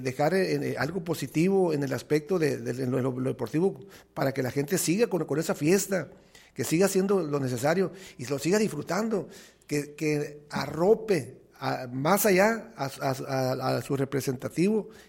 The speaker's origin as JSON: {"language": "Spanish", "country": "Mexico", "said": "Yo sigo siendo mexicano, soy mexicano, pero lo que pasa, soy realista también."}